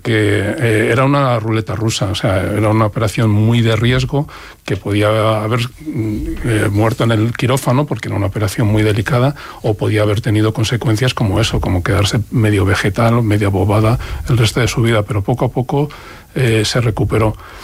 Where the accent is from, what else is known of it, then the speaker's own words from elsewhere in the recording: Madrid, Community of Madrid, Spain; born there; siguiente de casarse a Madrid, al barrio de Usera, que es donde yo nací, muy orgulloso de nacer allí en Usera.